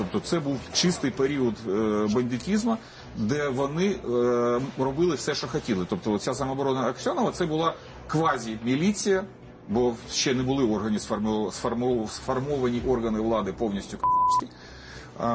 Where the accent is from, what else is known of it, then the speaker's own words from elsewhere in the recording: Crimea, Ukraine; now in Kyiv, Ukraine; І інше місце, яке просто зриває дах, це Тарханкут. Ми з Тарханкут.